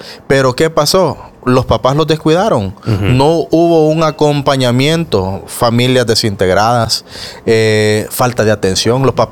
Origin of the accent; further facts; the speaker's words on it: El Salvador; nosotros como salvadoreños